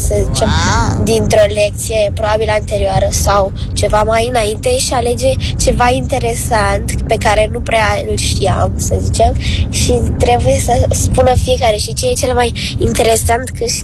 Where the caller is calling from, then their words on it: Bucharest, Romania; din București, am 12 ani